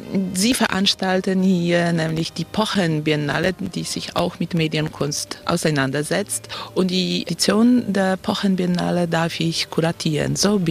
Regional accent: Wrocław, Lower Silesian Voivodeship, Poland; moved away as an adult; Ich komme aus Breslau.

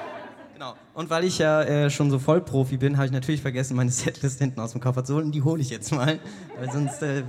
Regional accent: Berlin, Germany; Ja, ich komme ja aus Berlin.

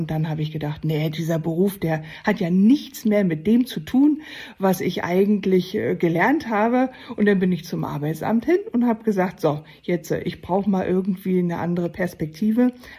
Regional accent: Gardelegen, Saxony-Anhalt, Germany; moved away as an adult; now in Rerik, Germany; Ich bin in Gardelegen geboren, in Sachsen-Anhalt und vor 5 Jahren hier hochgezogen in den Norden.

